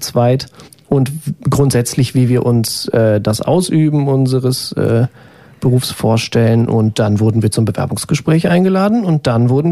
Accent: Braunschweig, Lower Saxony, Germany; gerade weil ich auch aus Braunschweig komme und hier schon ein Netzwerk hatte im Vorhinein

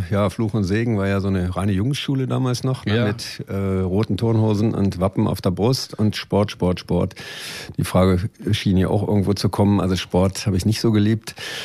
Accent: Braunschweig, Lower Saxony, Germany; meine Familie wohnt schon seit ja wirklich hunderten von Jahren in Querum. Ich bin alter Querumer und damit auch alter Braunschweiger, bin hier aufgewachsen. Die Wurzeln liegen so ein bisschen in der Landwirtschaft, wohne auf dem, ja, früher war es ein großer Bauernhof, heute ist es ein kleiner

